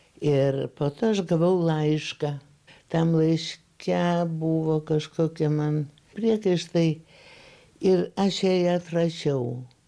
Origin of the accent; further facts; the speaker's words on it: Kaunas, Kaunas County, Lithuania; Gyvendama Kaune, kuris ypač sovietmečių, dar buvo toks, nu, atsiprašau savo gimtojo miesto, provincialokas.